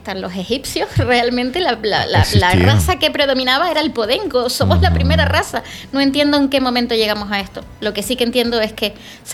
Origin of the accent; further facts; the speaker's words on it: Canary Islands, Spain; Somos canarios, sí